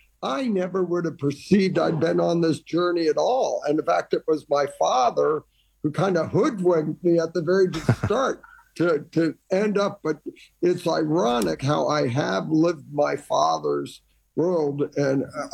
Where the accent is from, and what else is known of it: Iran; born or raised there